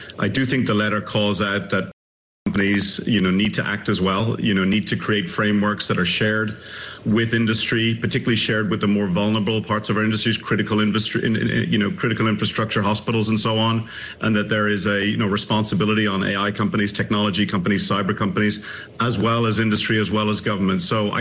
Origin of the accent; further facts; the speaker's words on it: Ireland; and I'm from Ireland, we have a saying there that, you know, it takes a village to solve a hard problem.